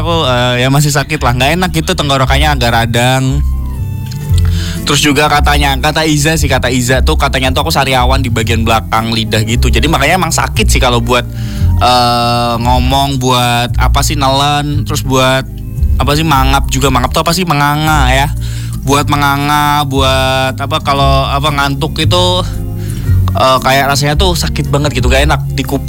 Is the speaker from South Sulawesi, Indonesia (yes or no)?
no; Semarang, Central Java, Indonesia; sebagai warga Semarang yang selama kurang lebih 6 bulan ini menghadapi panasnya kota Semarang